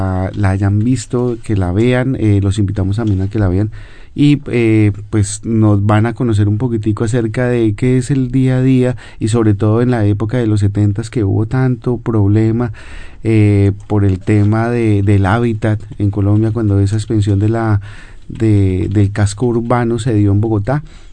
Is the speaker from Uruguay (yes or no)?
yes; Uruguay; moved away; Yo soy el uruguayo, ¿ta?